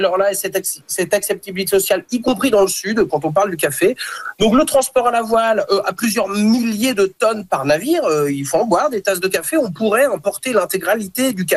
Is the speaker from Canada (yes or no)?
yes; Quebec, Canada; le café, par définition, quand on est québécois, bah, vient de loin, comporte en lui du pétrole, beaucoup, massivement.